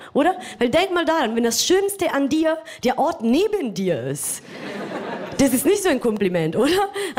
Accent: Italy; German is a second language; now in Munich, Germany; Ich komme aus Italien, aber ich wohne seit 6 Jahren in München.

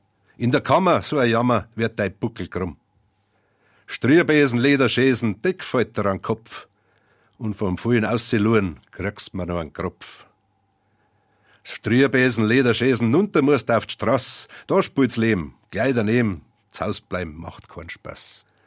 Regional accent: Dachau, Bavaria, Germany; born there; Also Sie sprechen schon Dachau an, das ist eine besondere Herausforderung, es ist mein Geburtsort.

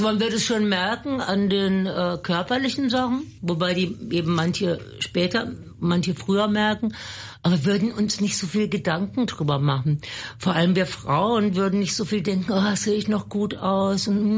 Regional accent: Baden-Württemberg, Germany; Ja, ich bin am Heiligen Drei Königstag geboren. Es war in Baden-Württemberg immer ein Feiertag

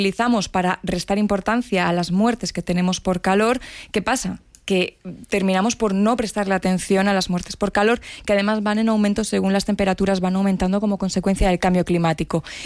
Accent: Extremadura, Spain; Yo pienso, por ejemplo, en las típicas casas que tenemos en mi pueblo, que mi pueblo está en Extremadura, y son casas que no te encuentras, por ejemplo, si viajas a Asturias, ¿no?

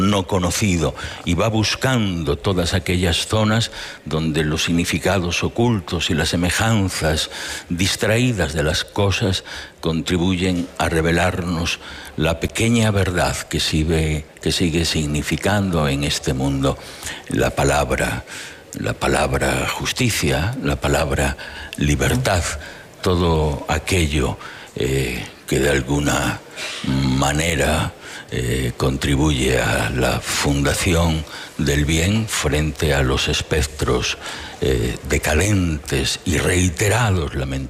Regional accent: Villafranca, Spain; Es un poema que escribí en mi pueblo, en Villafranca

